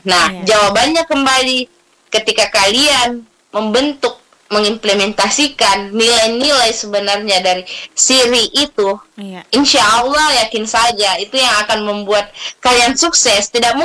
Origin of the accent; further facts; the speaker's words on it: South Sulawesi, Indonesia; sebagai anak Sulawesi Selatan